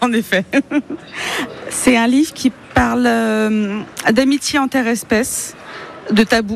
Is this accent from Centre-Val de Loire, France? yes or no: yes; Tours, Centre-Val de Loire, France; je suis de Tours et je vais vous parler du grimoire perdu des sortilèges.